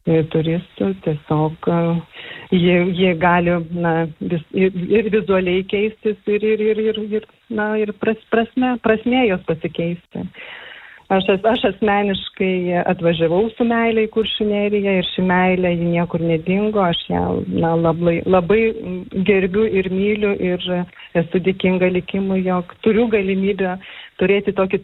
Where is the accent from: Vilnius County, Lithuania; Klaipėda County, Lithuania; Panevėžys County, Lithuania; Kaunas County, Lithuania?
Klaipėda County, Lithuania; Klaipėda; now in Nida, Lithuania; Aš pati esu klaipėdietė